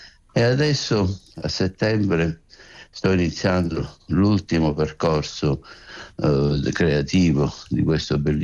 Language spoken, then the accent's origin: Italian; Sicily, Italy; io da siciliano